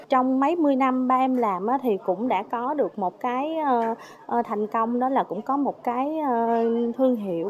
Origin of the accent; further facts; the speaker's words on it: Can Tho, Vietnam